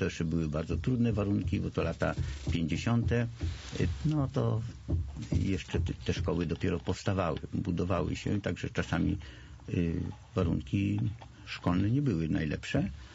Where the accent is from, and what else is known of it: Warsaw, Masovian Voivodeship, Poland; born or raised there